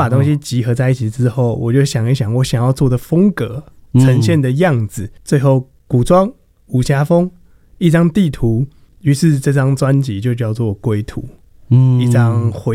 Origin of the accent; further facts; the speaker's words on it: Taipei, Taiwan; also born or lived in Changhua; 那个其实就是以前在彰化出生，跟着家人一起，然后之后就来台北发展，然后就是家人来台北发展，然后就跟着到台北